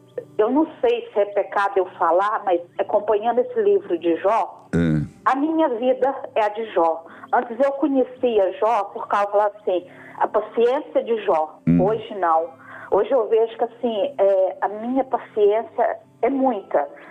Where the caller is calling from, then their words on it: Lagoa Dourada, Minas Gerais, Brazil; Padre, eu falo de Lagoa Dourada, Minas Gerais.